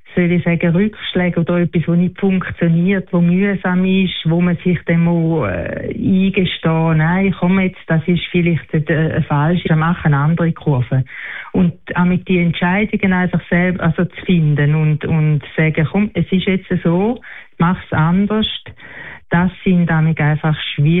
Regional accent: Dachsen, Zurich, Switzerland; now in Schaffhausen, Switzerland; Ich bin noch nicht in Schaffhausen, ich komme ja von Dachsen, ich bin noch nicht in Schaffhausen ganz angekommen. Ich bin erst 4 Monate

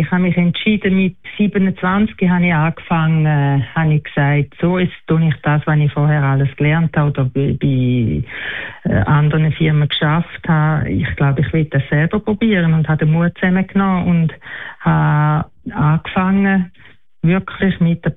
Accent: Dachsen, Zurich, Switzerland; now in Schaffhausen, Switzerland; Ich bin noch nicht in Schaffhausen, ich komme ja von Dachsen, ich bin noch nicht in Schaffhausen ganz angekommen. Ich bin erst 4 Monate

